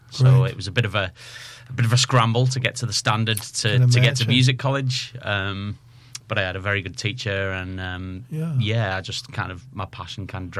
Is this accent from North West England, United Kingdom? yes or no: yes; Widnes, North West England, United Kingdom; also born or lived in Colchester; I'm from Widnes originally.